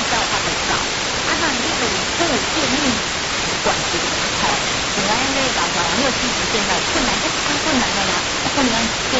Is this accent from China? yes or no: no; Taiwan; 咱们台湾人的口味